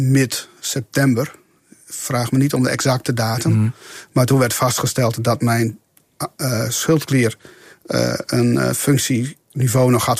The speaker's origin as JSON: {"language": "Dutch", "region": "Friesland", "country": "Netherlands", "said": "Ik ben Fries"}